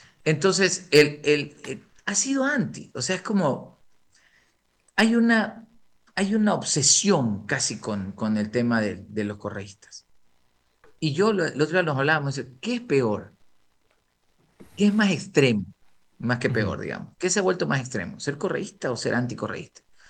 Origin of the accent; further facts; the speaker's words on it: Buena Fe, Los Ríos, Ecuador; moved away as an adult; now in Guayaquil, Ecuador; Yo soy de buena fe, de Los Ríos, pero yo viví ahí hasta los 19 y el resto de mi vida la he vivido acá. O sea, yo soy guayaquileño de todo lado